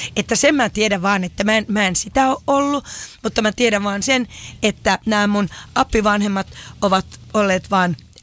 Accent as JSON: {"language": "Finnish", "town": "Marttila", "region": "Southwest Finland", "country": "Finland", "tie": "born or raised there", "said": "Tiedätkö, mun lapsuudessa, mä muistan tuolla Marttilassa aina"}